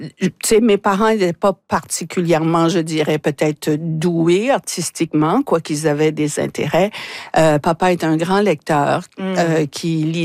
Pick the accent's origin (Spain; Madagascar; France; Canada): Canada; Moncton, New Brunswick; Nous, on a grandi à Moncton, mais on a grandi avec des histoires de papa qui partait même sur le train de Moncton